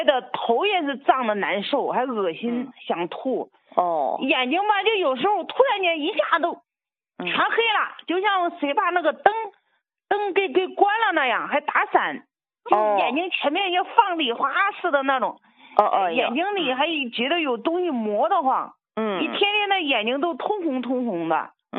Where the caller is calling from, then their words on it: Zhengzhou, Henan, China; 王老师，我是郑州的